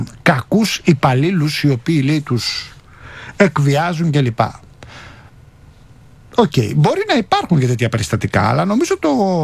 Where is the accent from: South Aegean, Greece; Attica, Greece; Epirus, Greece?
Attica, Greece; Rafina; στην πατρίδα μου στη Ραφίνα